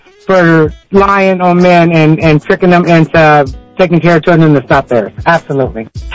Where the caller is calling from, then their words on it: Columbus, Ohio, United States; I'm from Columbus, Ohio